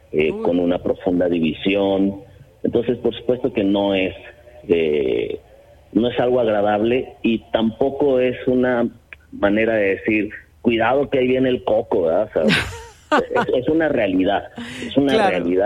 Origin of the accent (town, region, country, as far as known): Mexico